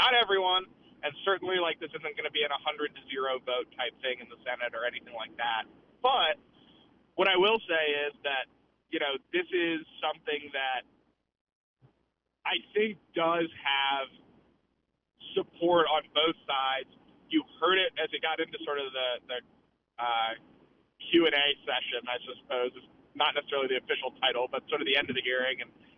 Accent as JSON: {"language": "English", "town": "Washington", "region": "District of Columbia", "country": "United States", "tie": "born or raised there", "moved": "yes", "said": "I grew up in Washington, D.C."}